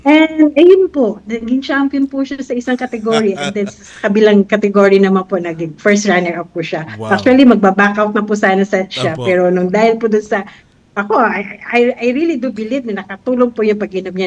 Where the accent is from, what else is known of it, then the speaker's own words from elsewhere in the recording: Central Luzon, Philippines; Yes po, taga-Bulacan po ako okay before. Po. During my childhood years po. So, elementary ko po, sa Bulacan po ako.